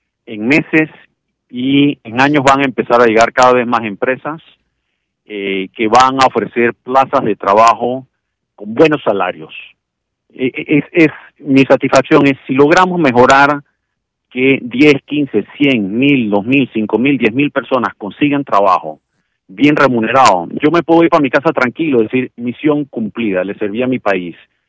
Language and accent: Spanish; Panama; Realmente ahí me sentí como panameño orgulloso, es decir, los panameños podemos hacer lo que prometemos